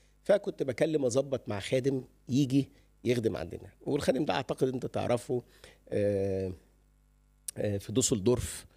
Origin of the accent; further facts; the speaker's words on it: Egypt; moved away as an adult; also born or lived in Germany; now in Canada; أرجع مصر ولا نهاجر.